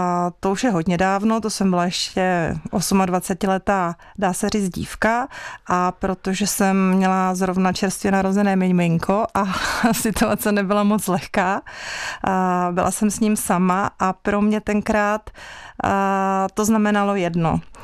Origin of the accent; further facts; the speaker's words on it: South Moravian Region, Czechia; moved away; Já pocházím z Jižní Moravy.